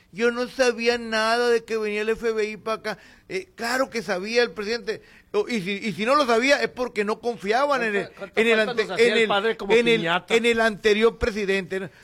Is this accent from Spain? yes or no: no; Mexico; Pero mi corazón es de México, yo soy mexicano